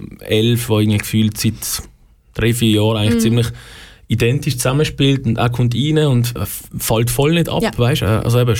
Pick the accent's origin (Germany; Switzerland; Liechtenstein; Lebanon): Switzerland; als Schweizer Nazi